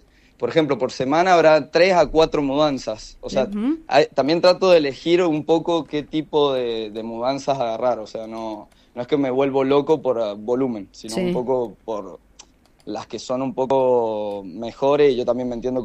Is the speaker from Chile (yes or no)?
no; Argentina; now in Switzerland